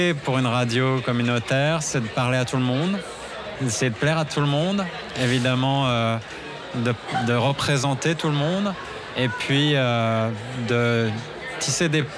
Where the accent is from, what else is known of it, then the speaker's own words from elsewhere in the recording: France; accent: French; moved away as an adult; now in Toronto, Canada; comme vous pouvez l'imaginer à mon accent venant de l'Europe, venant de la France.